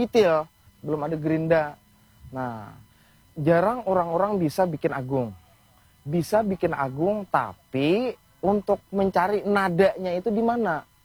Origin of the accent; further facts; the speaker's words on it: South Kalimantan, Indonesia; Untuk kita di Kalimantan Selatan, terutama khususnya di Desa Berikin, Kabupaten Hulu Sungai Tengah, Kecamatan Haruyan, untuk membuat alat musik tradisional itu jarang orang bisa, karena tergantung dari keturunannya.